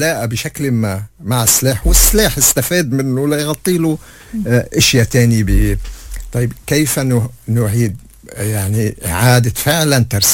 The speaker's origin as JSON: {"language": "Arabic", "country": "Lebanon", "said": "نحن مصلحتنا كلبنانيين"}